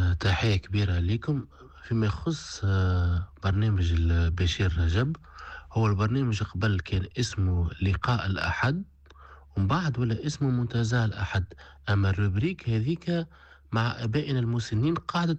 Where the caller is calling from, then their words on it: La Marsa, Tunis Governorate, Tunisia; من المرسى